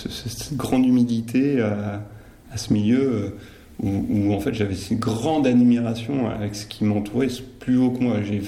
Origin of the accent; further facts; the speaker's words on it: Provence-Alpes-Côte d'Azur, France; also born or lived in Seine-Maritime; Alors, je suis natif de Seine-Maritime, de Normandie. Mes parents ont été mutés dans les Hautes-Alpes.